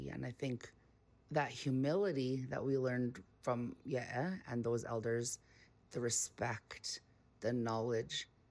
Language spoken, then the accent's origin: English; Manitoba, Canada; because I'm also half Cree. I grew up in Manitoba.